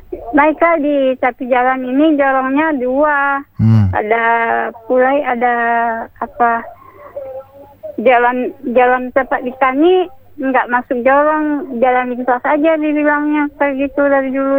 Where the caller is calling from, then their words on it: West Sumatra, Indonesia; Solo Batipuh bawah